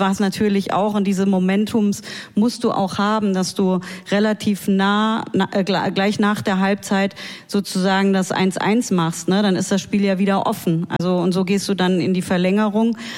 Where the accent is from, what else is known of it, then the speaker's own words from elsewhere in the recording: Germany; wir sind als Deutsche